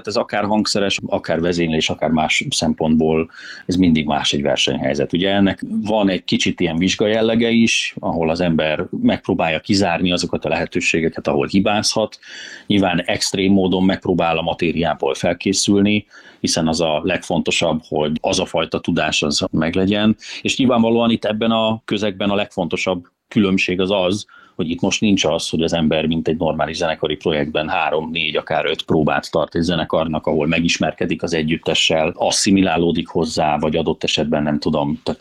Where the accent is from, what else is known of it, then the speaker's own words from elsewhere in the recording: Hungary; Természetesen magyar ember vagyok, aki Magyarországon él.